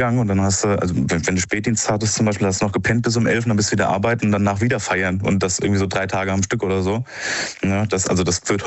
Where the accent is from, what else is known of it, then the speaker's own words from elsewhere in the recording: Rhineland-Palatinate, Germany; Zu Rheinland-Pfalz und ich komme eigentlich aus Rheinland-Pfalz.